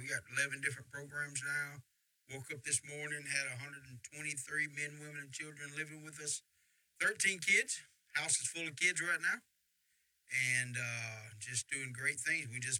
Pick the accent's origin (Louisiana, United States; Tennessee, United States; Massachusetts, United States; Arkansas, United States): Louisiana, United States; Shreveport; You know, I grew up in Sunset Acres.